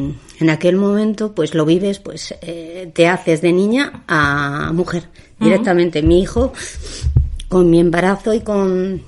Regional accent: Torrelaguna, Community of Madrid, Spain; yo, donde me pregunten, yo nunca diré que soy de Madrid capital, diré que soy de Torrelaguna.

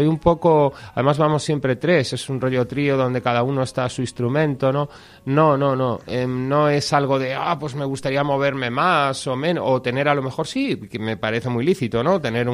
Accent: Madrid, Community of Madrid, Spain

